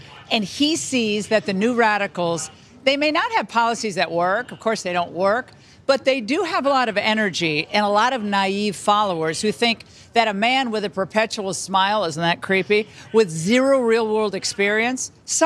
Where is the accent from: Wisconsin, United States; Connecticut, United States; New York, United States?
Connecticut, United States; I grew up in Connecticut. Are the people of my home state ready to abandon capitalism, the same system that built the state into what it once was?